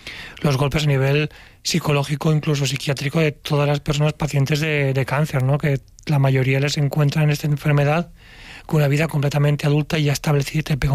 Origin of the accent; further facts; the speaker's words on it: Valencia, Valencian Community, Spain; yo soy de Valencia, aquí en Valencia, empezaba un poco a despegar el boom del running